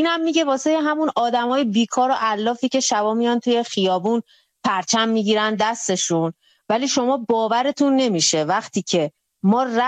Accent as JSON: {"language": "Persian", "country": "Iran", "said": "بنابراین من خودم هم به عنوان یک ایرانی، به عنوان یه آدمی که توی 18-19 ده شاید یکی از بازمانده ها باشم که الان اینجا خدمت شما هستم"}